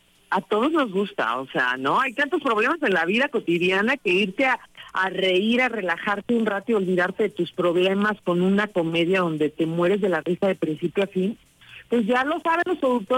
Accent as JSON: {"language": "Spanish", "town": "Mazatlán", "region": "Sinaloa", "country": "Mexico", "said": "yo soy norteña, claro. Soy de Mazatlán"}